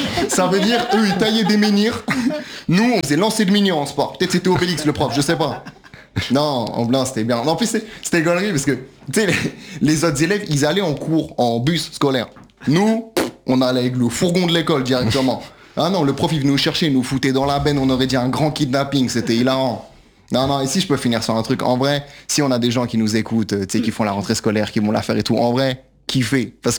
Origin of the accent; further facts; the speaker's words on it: Brittany, France; Non, moi je suis breton moi à la base.